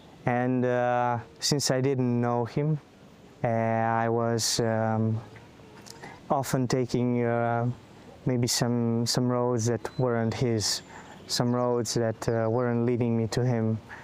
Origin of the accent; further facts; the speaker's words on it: Croatia; moved away as an adult; now in Italy; I come from Croatia. I'm 25 years old.